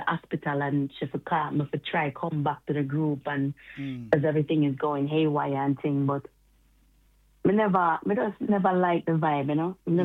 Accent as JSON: {"language": "English", "region": "Florida", "country": "United States", "tie": "born or raised there", "said": "I grew up in Florida since I was about 9."}